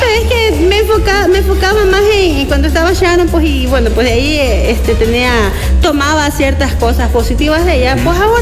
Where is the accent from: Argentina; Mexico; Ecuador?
Ecuador; Quevedo, Los Ríos; como yo soy de Quevedo